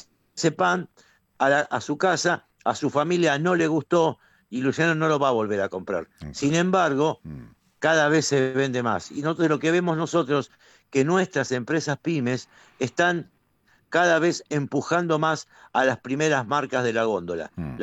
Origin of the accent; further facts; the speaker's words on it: Morón, Buenos Aires Province, Argentina; usted sabe que soy de Morón